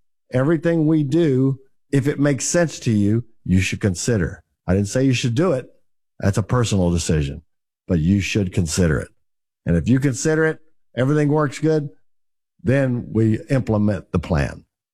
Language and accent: English; Texas, United States; accent: Texas; my crazy Texas accent